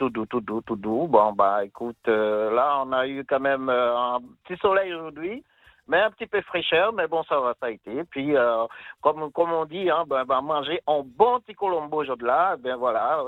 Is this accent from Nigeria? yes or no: no; Baillif, Guadeloupe; now in France; moi, je viens de la Guadeloupe, de Baïf, précisément, section Saint-Aubert. Je suis en métropole depuis des années 80.